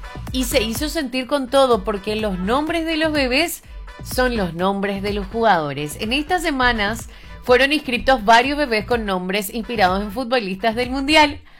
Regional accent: Paraguay

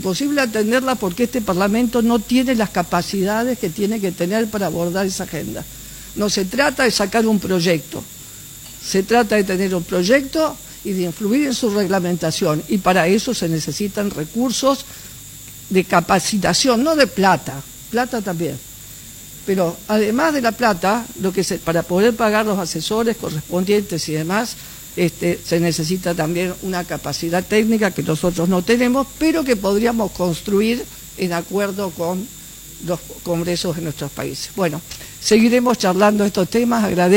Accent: Argentina; en mi país, en la República Argentina

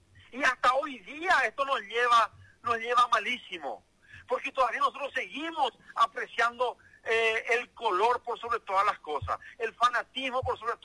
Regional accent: Paraguay

